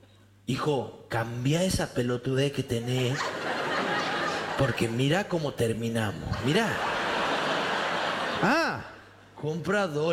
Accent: Famaillá, Tucumán, Argentina; moved away; no tenemos ni camión de bomberos ni terminal en Famaya.

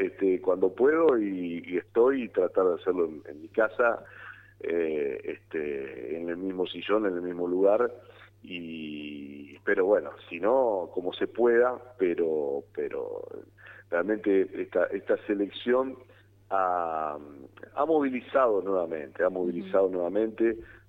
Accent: Argentina

